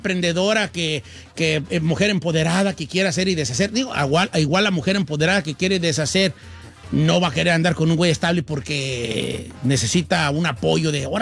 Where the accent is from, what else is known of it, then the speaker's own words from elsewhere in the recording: Michoacán, Mexico; trabajo 8 horas, hago uñas acrílicas, también hago postres, cocino de todo y soy de Michoacán.